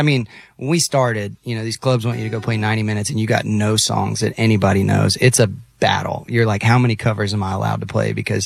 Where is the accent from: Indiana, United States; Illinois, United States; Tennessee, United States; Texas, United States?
Texas, United States; Growing up in Texas, it's kind of in your bones.